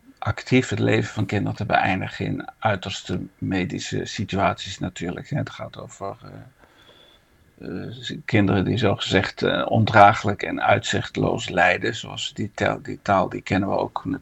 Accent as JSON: {"language": "Dutch", "country": "Netherlands"}